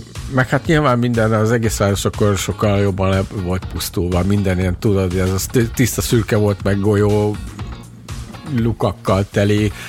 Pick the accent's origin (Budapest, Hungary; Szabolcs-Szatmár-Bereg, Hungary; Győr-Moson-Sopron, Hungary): Budapest, Hungary; Szóval én ott nőttem fel abba a környezetbe, egy ilyen eléggé polgári környezet.